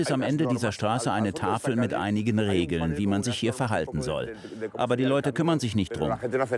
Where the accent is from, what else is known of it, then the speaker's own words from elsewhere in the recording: Santiago de Compostela, Galicia, Spain; Ich bin am Camino aufgewachsen.